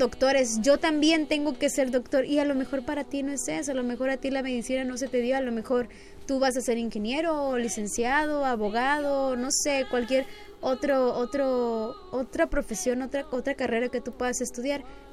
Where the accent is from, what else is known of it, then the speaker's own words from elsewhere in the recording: Mexico; Yo como mexicana